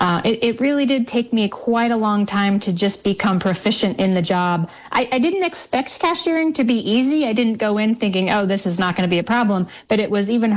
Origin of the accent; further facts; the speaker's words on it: Utah, United States; I moved back to my home state of Utah to try to regroup, to make a new start, to figure out what was next for me.